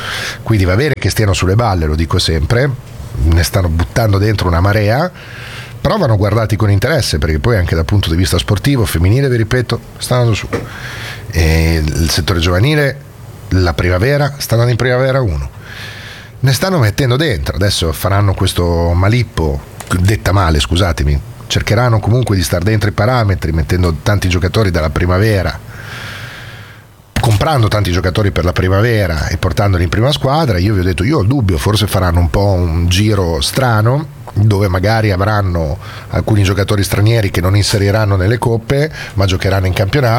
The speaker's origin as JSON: {"language": "Italian", "town": "Bologna", "region": "Emilia-Romagna", "country": "Italy", "said": "Mi lusinga da bolognese."}